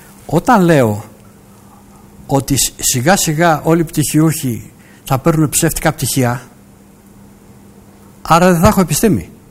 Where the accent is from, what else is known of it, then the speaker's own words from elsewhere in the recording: Piraeus, Attica, Greece; Εγώ είμαι πειραιώτης.